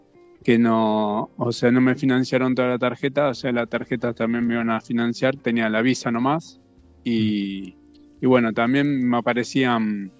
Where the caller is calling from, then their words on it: Ciudad Evita, Buenos Aires Province, Argentina; De Ciudad Evita